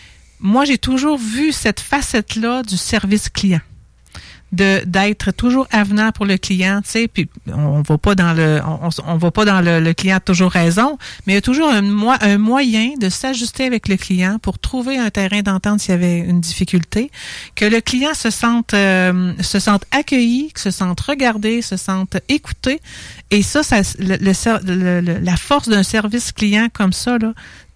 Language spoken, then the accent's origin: French; Quebec, Canada; Maude, elle vient de mon coin de pays. Moi, je suis à Galix.